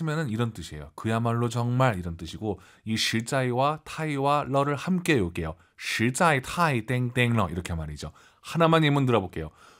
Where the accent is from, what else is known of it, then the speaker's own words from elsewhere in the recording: South Korea; 우리 한국인 입장에서는